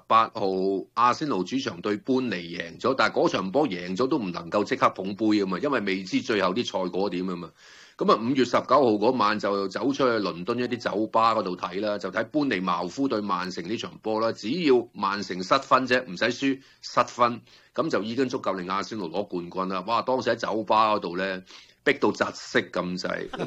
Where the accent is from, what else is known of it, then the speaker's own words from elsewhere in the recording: Hong Kong; 我係香港人